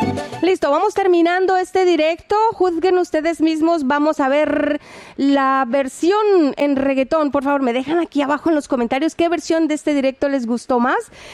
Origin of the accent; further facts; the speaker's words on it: Colombia; moved away; en mi caso yo soy colombiana